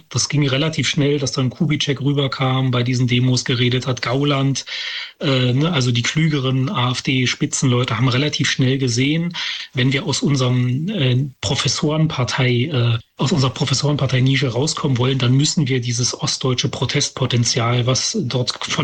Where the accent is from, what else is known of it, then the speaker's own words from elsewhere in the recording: East Germany, Germany; Ich komme ja vom Dorf aus dem Osten, ich merke das auch, ne, wenn ich da mal wieder irgendwie in meiner Heimat bin